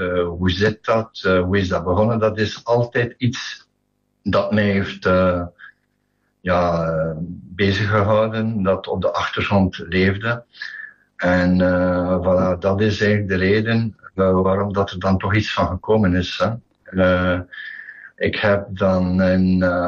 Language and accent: Dutch; Bottelare, Flanders, Belgium; Ik ben dus geboren en getogen in Bottelaren.